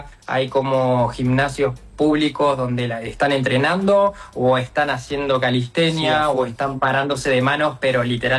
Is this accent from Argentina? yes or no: yes; Argentina; moved away as an adult; en mi caso o en nuestro caso como argentinos